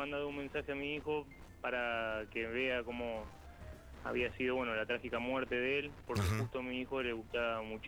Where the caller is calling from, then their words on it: San Pedro, Argentina; de San Pedro.